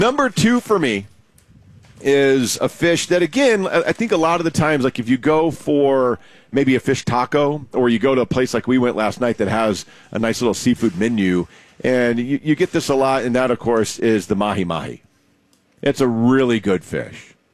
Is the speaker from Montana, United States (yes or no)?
no; Texas, United States; now in California, United States; growing up in Texas, we've all had a gazillion times.